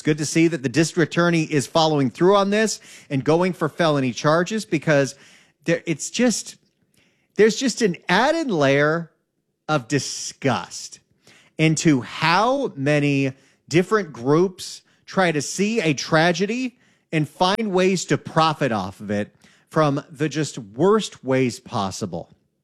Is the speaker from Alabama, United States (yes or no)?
no; Santa Clarita, California, United States; Now, I always notice, hey, there's a story involving my hometown, the Santa Clarita Valley.